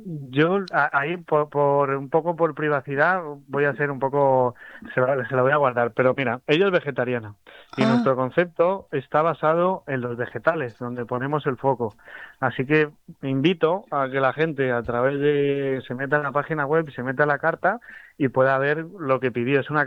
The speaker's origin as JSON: {"language": "Spanish", "town": "Madrid", "region": "Community of Madrid", "country": "Spain", "said": "yo soy de Antón Martín, del centro de Madrid."}